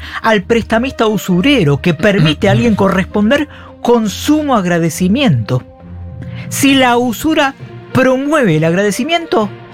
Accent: Argentina; a mí, como argentino de bien, me duele

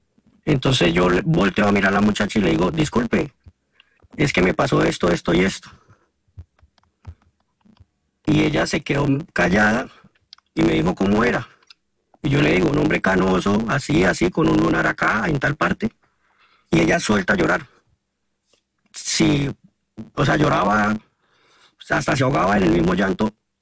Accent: Bucaramanga, Santander, Colombia; pues yo soy de aquí, de Bucaramanga. Hay un pueblo que queda cerca, que es de Lebrija.

